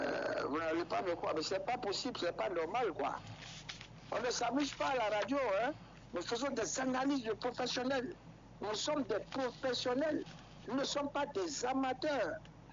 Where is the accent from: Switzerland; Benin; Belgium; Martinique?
Benin; Nous sommes des Béninois.